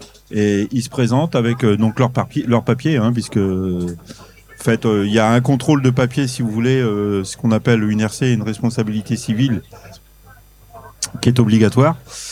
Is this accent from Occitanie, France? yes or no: no; Brittany, France; je suis breton moi